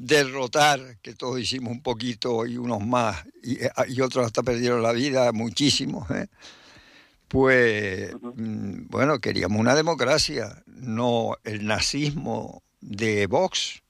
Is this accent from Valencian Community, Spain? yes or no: no; Lanzarote, Canary Islands, Spain; yo en Lanzarote